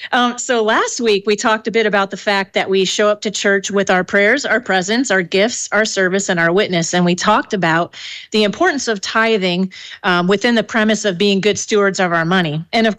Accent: Port Clinton, Ohio, United States; born there; I was baptized at Trinity United Methodist Church in Port Clinton, Ohio

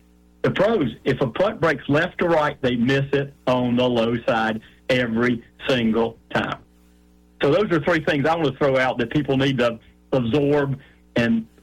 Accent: Barnwell, South Carolina, United States; also born or lived in Sweetwater; I grew up down in Sweetwater and Barnwell.

